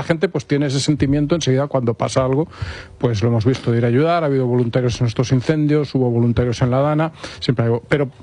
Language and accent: Spanish; Spain; los españoles somos gente normal.